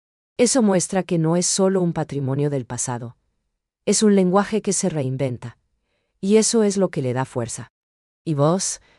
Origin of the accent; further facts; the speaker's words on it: Paraguay; cómo las tradiciones guaraníes siguen vivas en cada rincón de nuestro país